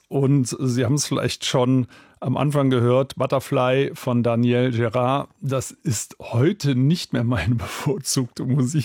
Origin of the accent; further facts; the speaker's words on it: Sinzig, Rhineland-Palatinate, Germany; Ich bin in Sinzig aufgewachsen, südlich von Bonn, habe da meine ersten Erfahrungen in der Natur gemacht.